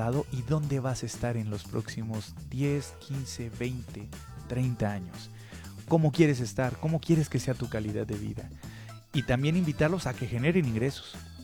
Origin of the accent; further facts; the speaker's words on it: Mexico; Vivimos en un país que, por ley, tiene muchas garantías para quienes vivimos en este hermoso país que es México.